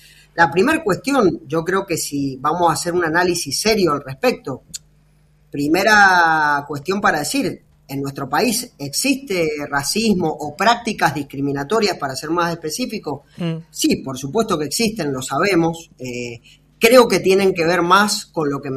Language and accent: Spanish; Argentina